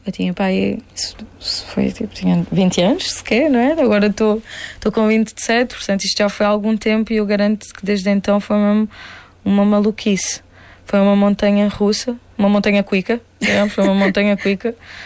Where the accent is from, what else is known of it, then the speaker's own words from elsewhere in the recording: Monte Gordo, Algarve, Portugal; moved away; sobretudo lá na malta de lá de Montegordo, que é, não temos muitos exemplos do que é sair daqui e fazer algo assim.